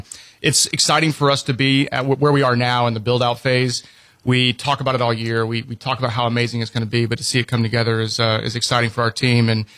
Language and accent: English; Georgia, United States; I grew up in Georgia and went to the University of Georgia.